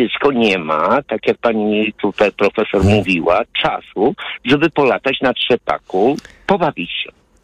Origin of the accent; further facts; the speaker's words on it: Warsaw, Masovian Voivodeship, Poland; now in Poznań, Poland; jako dzieci z blokowisk, jestem z Warszawy, z blokowisk